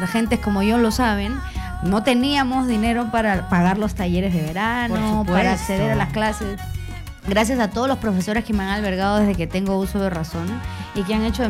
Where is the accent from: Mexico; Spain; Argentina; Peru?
Peru; Tengo mi pedigrí, el apellido nomás, amigo, porque soy más peruana que la papa y un gallo.